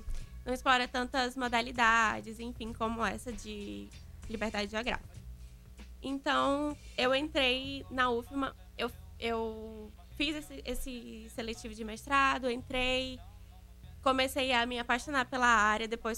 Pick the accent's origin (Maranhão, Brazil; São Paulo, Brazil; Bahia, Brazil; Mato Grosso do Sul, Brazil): Maranhão, Brazil; São Luís; sou aqui de São Luís.